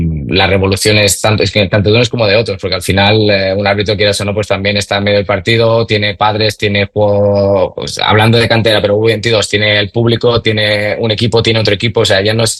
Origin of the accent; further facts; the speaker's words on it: Balearic Islands, Spain; Seguramente ahora mismo te diría Menorca por mi tierra, porque me tira a tierra